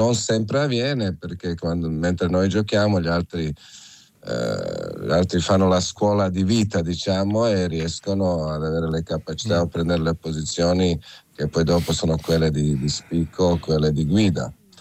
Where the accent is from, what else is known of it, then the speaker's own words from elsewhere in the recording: Croatia; Italian is a second language; moved away; also born or lived in Italy; sono croato